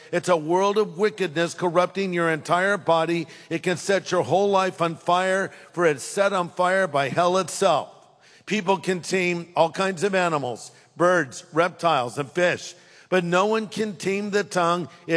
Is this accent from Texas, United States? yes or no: no; California, United States; Well, listen, I'm from California, okay?